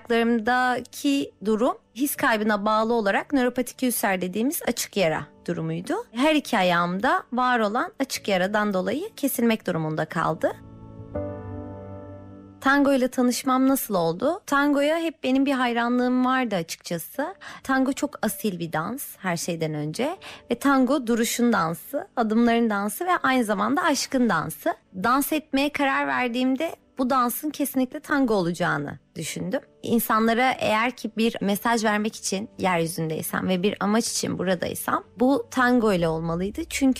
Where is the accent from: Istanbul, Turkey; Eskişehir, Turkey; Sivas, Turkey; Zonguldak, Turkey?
Eskişehir, Turkey; born there; Eskişehir doğumluyum.